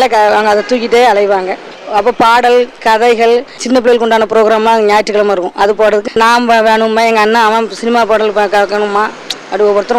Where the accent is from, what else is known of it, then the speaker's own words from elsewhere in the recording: Palasherapattinam, Tamil Nadu, India; பழையங்கோட்டை. எனக்கு என்னுடைய சொந்த ஊர் பலசேரப்பட்டினம்.